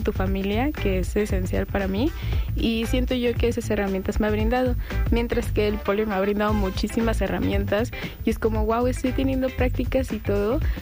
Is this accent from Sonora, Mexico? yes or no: yes; Sonora, Mexico; moved away as an adult; cómo es ser un sonorense fuera del estado, ¿no? De que lo confunden que es de Monterrey, y justamente me pasa igual